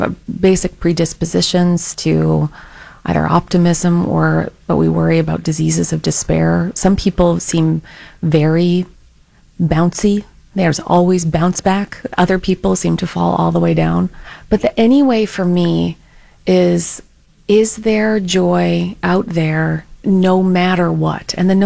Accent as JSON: {"language": "English", "country": "Canada", "moved": "yes", "lives_now": "North Carolina, United States", "said": "I'm from Canada, so I'm like horrified by the creatures where I live in North Carolina."}